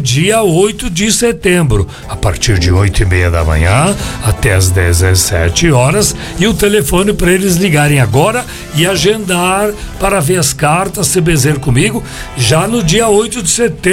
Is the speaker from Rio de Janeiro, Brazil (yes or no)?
no; Uruguaiana, Rio Grande do Sul, Brazil; moved away; Eu morei muitos anos no sítio. Quando era pequeno, quando era criança, quando eu era jovem. Eu sou um senhor que vim do interior do Rio Grande do Sul e do interior da cidade de Uruguaiana, lá na fronteira oeste.